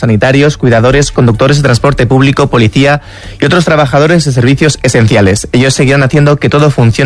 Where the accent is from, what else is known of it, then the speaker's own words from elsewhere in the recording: Spain; María, yo como muchísimos españoles lo voy a ver en un bar.